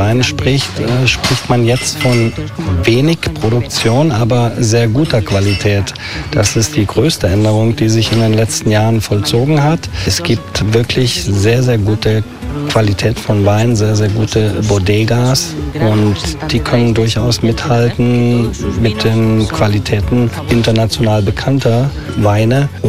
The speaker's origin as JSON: {"language": "German", "town": "Bautzen", "region": "Saxony", "country": "Germany", "also_born_or_lived": "Munich / London / Switzerland / France", "moved": "as an adult", "lives_now": "Palma, Spain", "said": "Ich komme aus der Nähe von Dresden, aus Bautzen. Hab dann die Chance gehabt mit dem Mauerfall. In München Hotelfachschule gemacht und dann natürlich sofort die Sprache verbessert. Also erstmal nach London, von da in die Schweiz, kurzer Aufenthalt in Frankreich"}